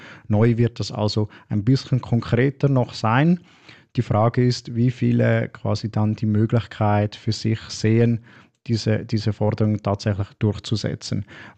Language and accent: German; Switzerland; Und solche Urteile sind bei uns in der Schweiz nicht direkt anwendbar.